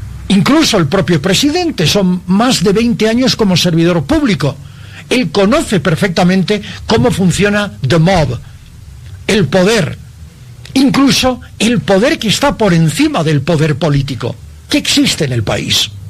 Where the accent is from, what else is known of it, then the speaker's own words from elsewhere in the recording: Bolivia; como ciudadano boliviano, como ciudadano de a pie